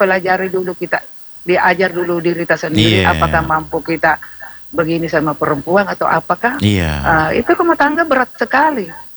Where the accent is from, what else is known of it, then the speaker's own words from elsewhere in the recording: South Sulawesi, Indonesia; kita orang Bugis Makassar ya.